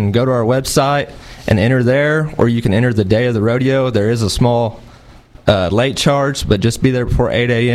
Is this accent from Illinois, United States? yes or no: no; Dalhart, Texas, United States; I grew up here in Dalhart.